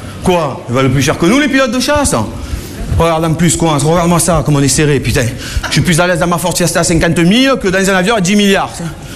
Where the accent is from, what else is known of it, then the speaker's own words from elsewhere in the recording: France; Oui, on va vous faire la cuisine, on est français, vous inquiétez pas, laissez-nous faire